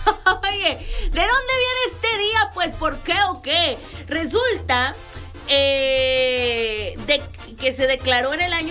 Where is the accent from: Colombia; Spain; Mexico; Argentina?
Mexico